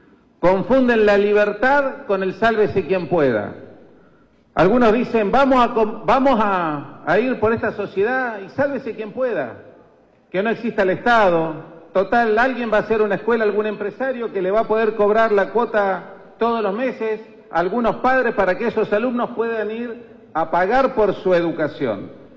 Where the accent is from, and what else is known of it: Neuquén, Argentina